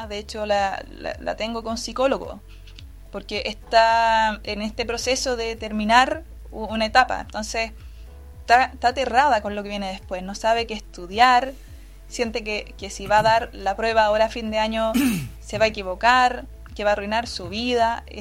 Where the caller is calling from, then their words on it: Santiago, Santiago Metropolitan Region, Chile; Yo soy de Santiago.